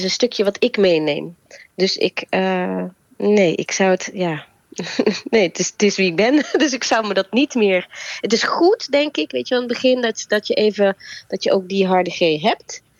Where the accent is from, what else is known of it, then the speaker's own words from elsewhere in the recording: Limburg, Netherlands; accent: Limburgish; We spreken gewoon plat, dialect met hem. En boekjes lezen we dan wel voor in het Nederlands. Maar ook dialectboekjes, die krijgt hij ook te horen. Maar we gaan hem wel, toch wel in het Limburgs opvoeden.